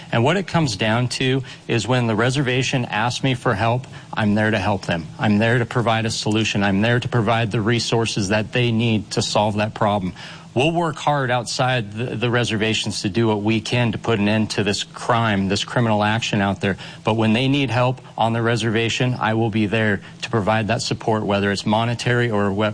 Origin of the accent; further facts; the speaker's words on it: Montana, United States; So being the only candidate up here that was born and raised on the High Line, I have many Native American friends. I have many Native American neighbors